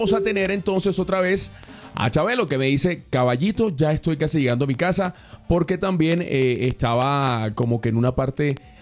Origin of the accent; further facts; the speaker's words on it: Colombia; nosotros, como colombianos, los que somos, nos unimos de una forma impresionante.